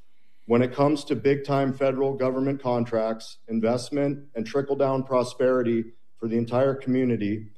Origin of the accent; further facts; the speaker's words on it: Petersburg, Alaska, United States; I or anyone I grew up with in Petersburg